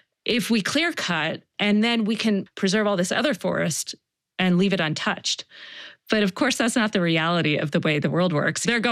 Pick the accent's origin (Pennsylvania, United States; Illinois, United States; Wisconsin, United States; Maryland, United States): Maryland, United States; Baltimore